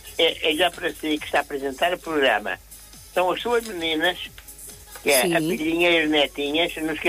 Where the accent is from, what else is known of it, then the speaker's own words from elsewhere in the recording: Viana do Castelo, Norte, Portugal; now in Barcelos, Portugal; Viana do Castelo, que não é tudo Portugal, e então ele não aceita, eu tenho que ir para a minha terra